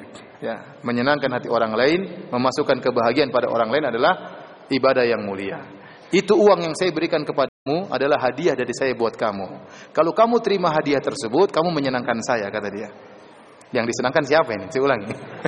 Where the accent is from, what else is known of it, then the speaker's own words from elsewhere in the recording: Indonesia; also born or lived in Medina, Saudi Arabia; mahasiswa Indonesia miskin-miskin juga seperti saya.